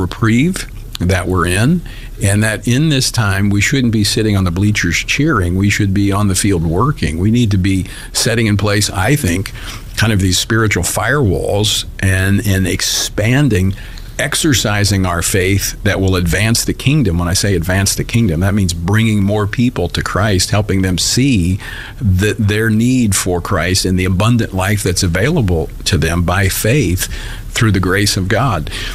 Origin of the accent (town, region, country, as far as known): Louisiana, United States